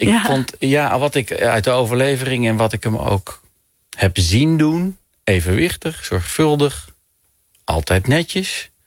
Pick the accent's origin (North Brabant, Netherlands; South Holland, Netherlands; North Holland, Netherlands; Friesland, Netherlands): North Brabant, Netherlands; Rosmalen; born there; moved away; Ik kan nog steeds naar mijn geboortedorp Rosmalen bij Den Bosch rijden, door de straat waar ik geboren ben.